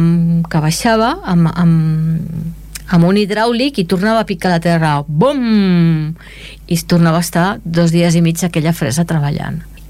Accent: Esplugues de Llobregat, Catalonia, Spain; Perquè dic, soc d'Esplugues, i em diuen, del Caufec.

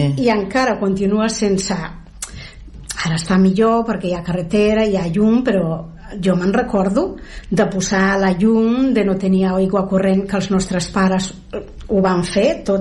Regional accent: Castile and León, Spain; com en el carnet figura que som de León, però estem a la franja, diguérem.

